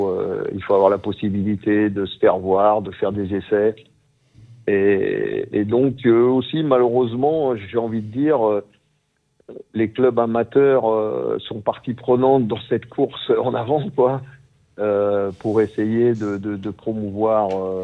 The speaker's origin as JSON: {"language": "French", "region": "Île-de-France", "country": "France", "said": "il se trouve que je connais très bien le Val-d'Oise, puisque je suis originaire moi-même du Val-d'Oise. Donc, j'ai joué dans les clubs de la région, Cosmo de Taverny, Saint-Prix, Hermont, tout ça."}